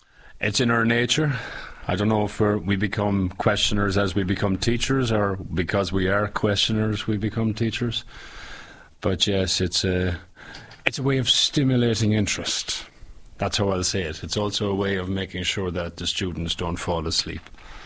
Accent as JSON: {"language": "English", "country": "Ireland", "tie": "born or raised there", "said": "I grew up in Ireland. It was okay. I was born in the 70s. Let's say, grew up in the 80s. And it was in that period when the Catholic Church still had its hold on the people."}